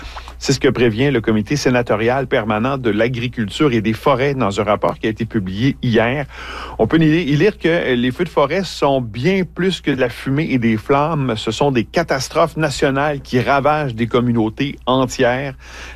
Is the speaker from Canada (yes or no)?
yes; Quebec, Canada; chez nous en Abitibi-Témiscamingue